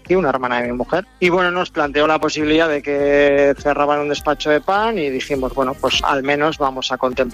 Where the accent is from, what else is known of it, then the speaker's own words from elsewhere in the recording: San Mateo de Gállego, Aragon, Spain; Yo es verdad que tengo mucho apego por mi pueblo, pero bueno, la idea inicial era montarlo en Zaragoza